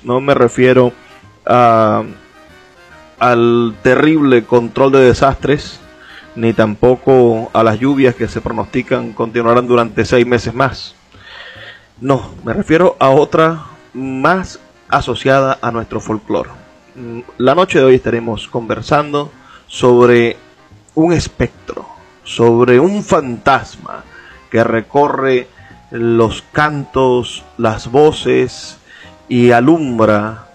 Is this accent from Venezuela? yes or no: yes; Venezuela; lo que somos como venezolanos